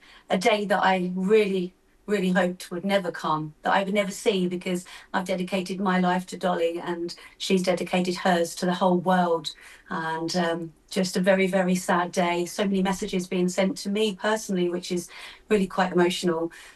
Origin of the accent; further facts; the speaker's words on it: Kent, South East England, United Kingdom; I grew up on an estate in Kent.